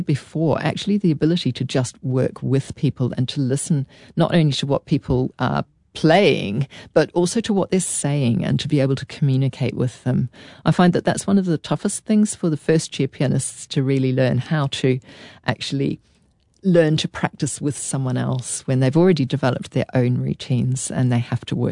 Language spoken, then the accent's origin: English; Pukekohe, Auckland, New Zealand; when I was growing up in Pukekohe, I, as an 8-year-old